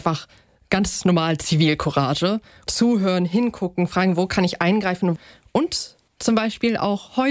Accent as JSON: {"language": "German", "town": "Lüchow-Dannenberg", "region": "Lower Saxony", "country": "Germany", "tie": "born or raised there", "said": "Ich habe bei mir in meiner Heimat in Lichow-Dannenberg schon seit 4 Jahren queere Gottesdienste gemacht"}